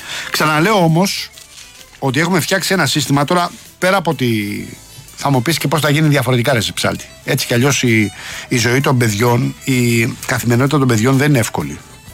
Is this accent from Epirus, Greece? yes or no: no; Rafina, Attica, Greece; now in Athens southern suburbs, Greece; στην πατρίδα μου στη Ραφίνα.